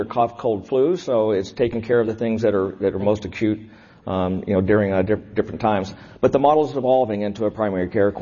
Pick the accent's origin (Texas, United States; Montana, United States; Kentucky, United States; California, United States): Texas, United States; Dallas; I was born in Dallas, Texas, a multi-generation Texan. And so I was born and raised and didn't leave until I went off to college.